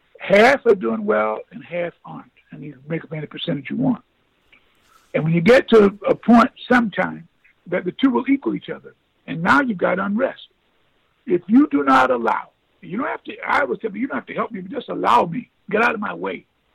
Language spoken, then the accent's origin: English; Statesboro, Georgia, United States; moved away; here I am from Statesboro, Georgia